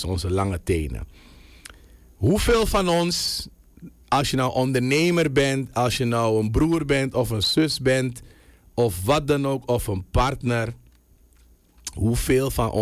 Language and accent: Dutch; Suriname